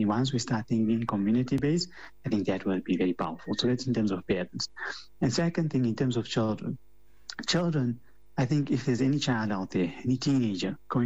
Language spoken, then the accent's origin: English; South Africa; It doesn't mean us as South African Muslims, we're immune to it